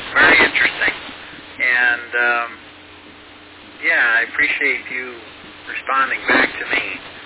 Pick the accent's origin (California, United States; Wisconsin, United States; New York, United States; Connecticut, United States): New York, United States; Niagara Falls; I grew up near Niagara Falls, New York, and that's where I reside. But today I'm driving to my cottage, and it is down in the central part of New York.